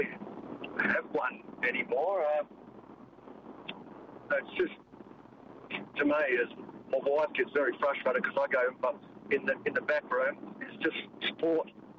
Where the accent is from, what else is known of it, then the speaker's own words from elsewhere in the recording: Fremantle, Western Australia, Australia; moved away; I grew up in Fremantle.